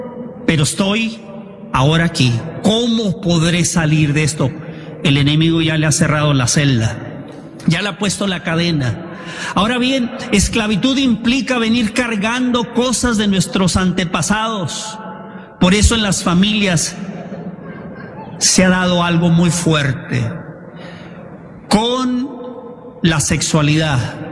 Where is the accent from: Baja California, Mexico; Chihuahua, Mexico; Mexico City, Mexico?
Baja California, Mexico; Tijuana; born there; Nací en Tijuana.